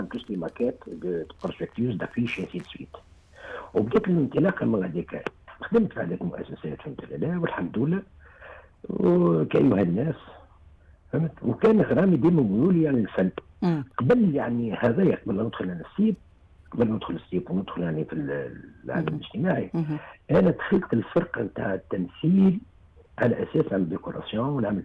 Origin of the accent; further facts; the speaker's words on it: El Kef, Kef Governorate, Tunisia; moved away; أنا تمسكت نفسي، أنا والله ما اعتبر نفسي كافي، واليوم وغدا بعد غدا ما بعدت على جهة لمحالة لظروف تعامل إلى آخره، وديما نبقى جوهر الكافية وما بدلش لهجتي لا طبيعتي